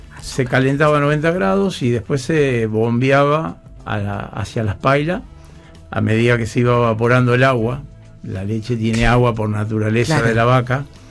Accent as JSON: {"language": "Spanish", "town": "Villa Flandria", "region": "Buenos Aires Province", "country": "Argentina", "tie": "born or raised there", "moved": "yes", "said": "nosotros venimos de un pueblito de Villa Flandria, que en la época nuestra, viste, no salíamos de 10 cuadras a la redonda."}